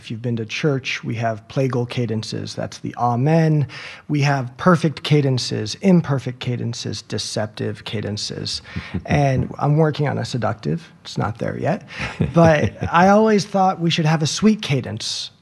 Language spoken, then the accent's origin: English; Denver, Colorado, United States; I'm from Denver, Colorado originally